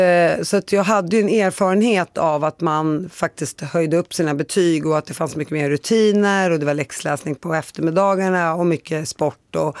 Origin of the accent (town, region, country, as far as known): Palestine